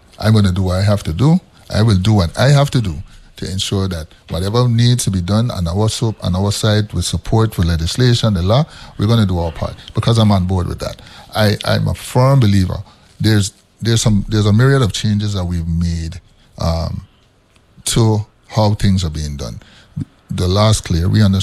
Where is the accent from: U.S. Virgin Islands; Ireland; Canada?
U.S. Virgin Islands; we had community watches in the community in which I grew up in St. Thomas.